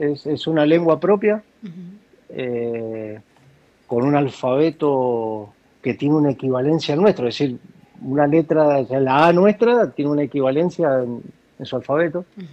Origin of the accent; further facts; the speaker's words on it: Mendoza, Argentina; Nuestro país sigue siendo el más caro del mundo.